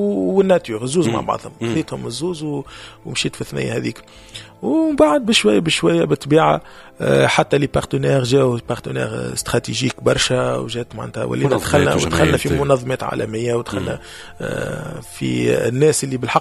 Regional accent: Tunisia

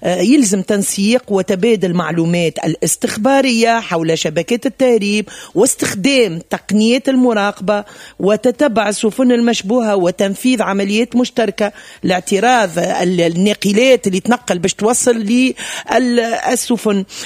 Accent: Tunisia; وطني وننتمي لتونس

